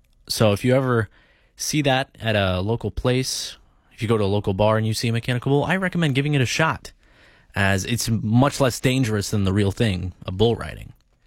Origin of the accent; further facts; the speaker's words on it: Iowa, United States; now in Winona, United States; my home state, which is the state of Iowa